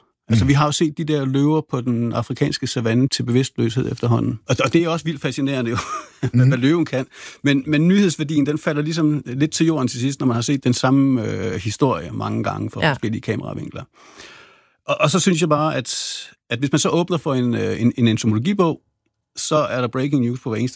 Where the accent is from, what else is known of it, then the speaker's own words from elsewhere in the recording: Rødvig, Zealand, Denmark; jeg voksede op nede i Rødevig, hvor jeg lå og sejlede rundt i min optimistjolle